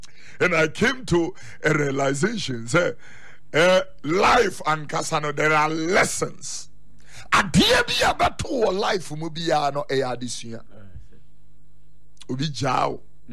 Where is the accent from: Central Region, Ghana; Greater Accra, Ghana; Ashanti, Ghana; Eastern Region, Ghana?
Greater Accra, Ghana; Accra; born there; Ama abuame, I was born in Accra. So I see myself more as a girl than a kwewu person.